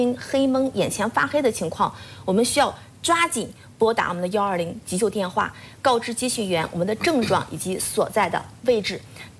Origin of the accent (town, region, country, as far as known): Shandong, China